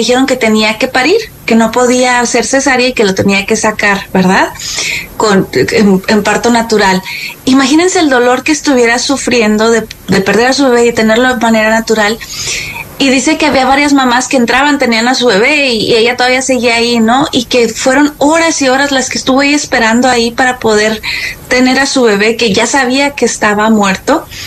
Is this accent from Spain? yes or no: no; Mexico City, Mexico; born there